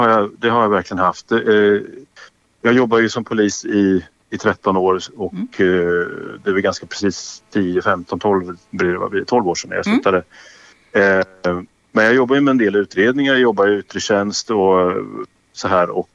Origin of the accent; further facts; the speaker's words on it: Örebro, Örebro County, Sweden; born there; Och jag då som född örebroare och som älskar stan och kan stan väldigt bra, är det ju väldigt enkelt.